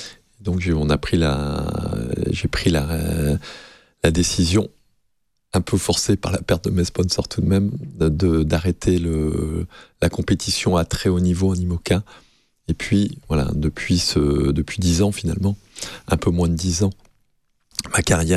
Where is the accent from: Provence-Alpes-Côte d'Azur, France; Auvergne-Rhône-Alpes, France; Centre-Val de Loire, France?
Provence-Alpes-Côte d'Azur, France; Nice; moved away as an adult; also born or lived in Lorient; en tant que petit niçois